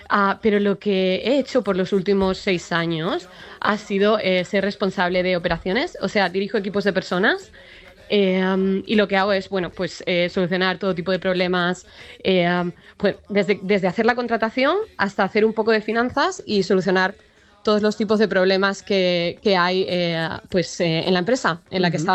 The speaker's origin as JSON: {"language": "Spanish", "country": "Spain", "moved": "yes", "lives_now": "Canada", "said": "Ahora mismo tengo doble nacionalidad, canadiense y española."}